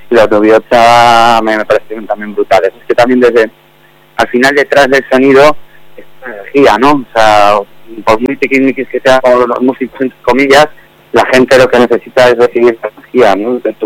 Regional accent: Madrid, Community of Madrid, Spain; moved away as an adult; also born or lived in Málaga; now in Amurrio, Spain; Nací en Málaga, me crié sí, en Madrid

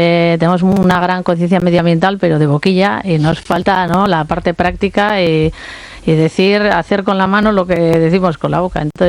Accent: Basque Country, Spain; los vascos somos vascos y que generalmente tiramos más de nuestra tierra y vivimos en unos entornos, bueno, Bilbao es un pueblo

